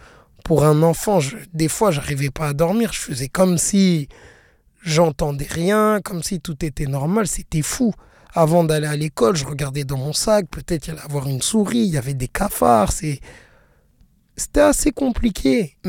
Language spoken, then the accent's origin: French; Paris, Île-de-France, France; je suis né le 19 avril 1989 à Paris 15e. … … qui, dans l'argot ivoirien, signifie de France. J'ai grandi sur Paris.